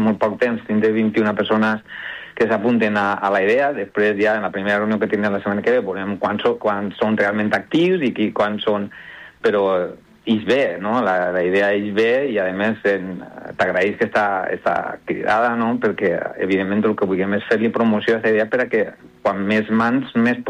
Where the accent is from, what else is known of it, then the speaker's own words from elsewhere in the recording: L'Olleria, Valencian Community, Spain; que jo soc d'Olleria, visquen allà l'home ferit, sí, soc ja mig adoptat, o sigui, soc mig i mig